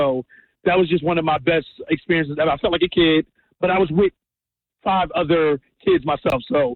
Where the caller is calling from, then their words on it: Philadelphia, Pennsylvania, United States; I'm from Philadelphia. I love Jersey, but I work in Jersey. I'm a tractor trailer driver. I work in Jersey. I work out of Trenton.